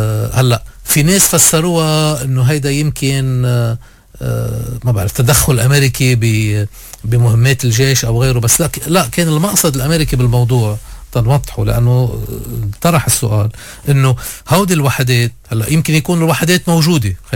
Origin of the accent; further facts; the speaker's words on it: Lebanon; نعيش كلبنانيين بأمان وبسلام